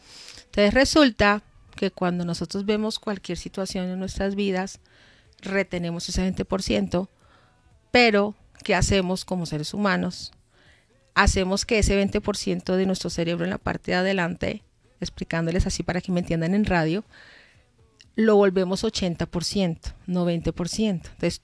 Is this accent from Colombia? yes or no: yes; Colombia; moved away; yo crecí en Colombia toda mi vida